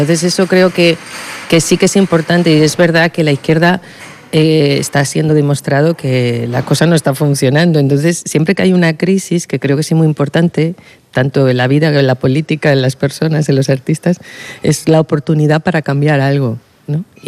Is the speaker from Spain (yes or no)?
yes; Madrid, Community of Madrid, Spain; Sí, sí, yo soy madrileña y voy mucho al Rastro.